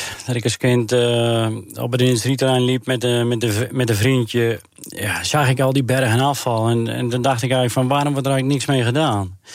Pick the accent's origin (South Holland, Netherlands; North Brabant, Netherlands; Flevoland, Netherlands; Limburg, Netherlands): Flevoland, Netherlands; Urk; ik ben opgegroeid op Urk natuurlijk. En we zijn Urkers en op Urk iedereen ademt vis.